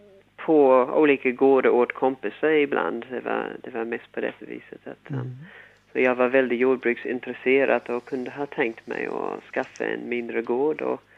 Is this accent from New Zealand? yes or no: yes; New Zealand; Swedish is a second language; moved away as an adult; now in Sweden; jag kommer ursprungligen ifrån Nya Zeeland